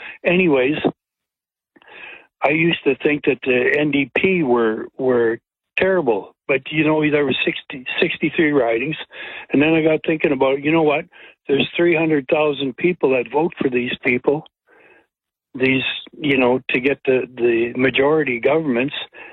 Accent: Saskatchewan, Canada; moved away as an adult; I grew up in Saskatchewan, and I moved out to Alberta and when I was 35.

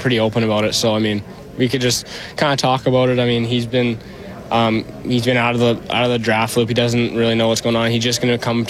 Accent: Vancouver, British Columbia, Canada; it's my hometown growing up

